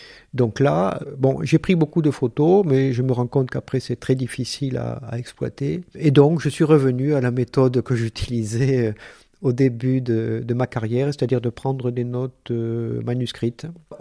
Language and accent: French; Albi, Occitanie, France; born there; moi je suis issu de l'école Sainte-Marie d'Albi, donc j'ai fait toutes mes études secondaires